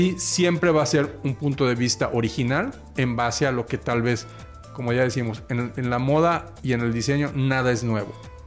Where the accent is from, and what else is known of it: Mexico